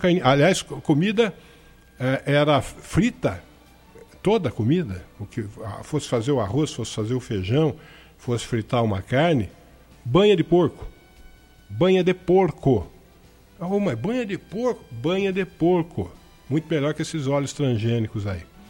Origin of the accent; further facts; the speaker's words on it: Araraquara, São Paulo, Brazil; No meu tempo de moleque, eu tô falando aqui de Araraquara, nossa, era bike o dia inteiro.